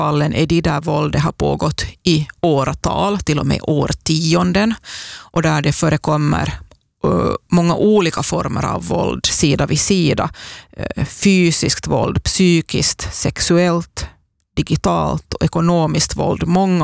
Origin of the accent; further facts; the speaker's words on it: Ostrobothnia, Finland; Både du och jag är österbottningar